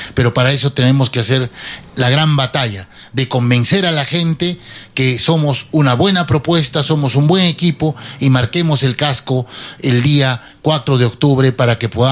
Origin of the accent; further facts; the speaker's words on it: Peru; todos somos peruanos.